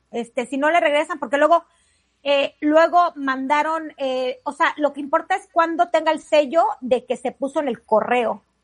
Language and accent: Spanish; Mexico; somos muchísimos mexicanos.